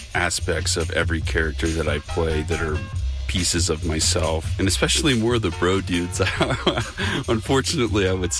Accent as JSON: {"language": "English", "town": "Bel Air", "region": "Texas", "country": "United States", "said": "from Bel Air, and you're listening to Houston Matters with Craig Cohen."}